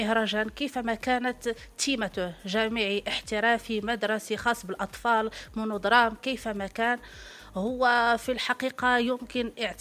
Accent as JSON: {"language": "Arabic", "country": "Morocco", "said": "الإذاعة التي أتابعها أنا من المغرب شخصيا"}